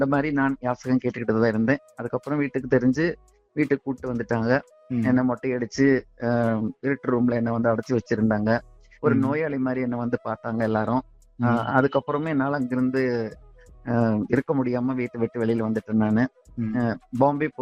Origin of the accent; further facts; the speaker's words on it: Namakkal, Tamil Nadu, India; என்னுடைய சொந்த ஊர் நாமக்கல். நாமக்கல்ல ஒரு சின்ன கிராமத்துலதான் நான் பிறந்து வளர்ந்தேன்.